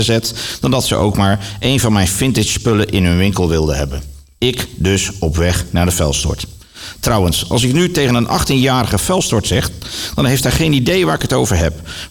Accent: North Brabant, Netherlands; Ik kom uit Brabant.

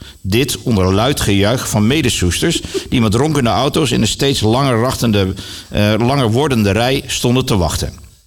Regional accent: North Brabant, Netherlands; Ik kom uit Brabant.

